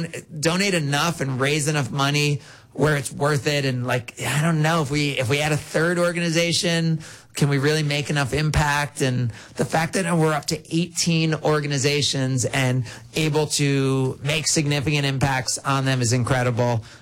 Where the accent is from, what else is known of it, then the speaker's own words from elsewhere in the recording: New Jersey, United States; And I was from New Jersey and didn't take kindly to that.